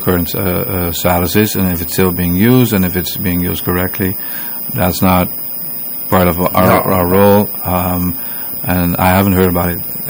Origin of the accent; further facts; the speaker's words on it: Bonaire, Caribbean Netherlands; also born or lived in Curacao; I grew up on Bonaire